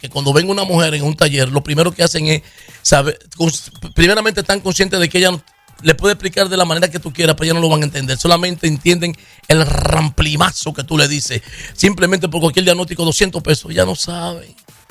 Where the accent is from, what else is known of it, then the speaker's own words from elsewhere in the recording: Puerto Rico; Somos boricuas, ¿ok?